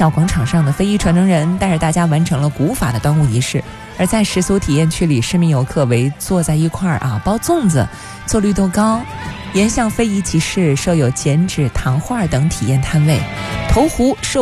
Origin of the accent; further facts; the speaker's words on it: Yangzhou, Jiangsu, China; 那扬州是个还不错的选择。欢迎各位到我的家乡做客。